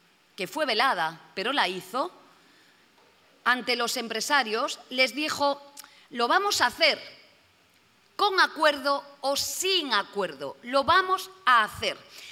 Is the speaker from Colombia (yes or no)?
no; Galicia, Spain; en mi país, en Galicia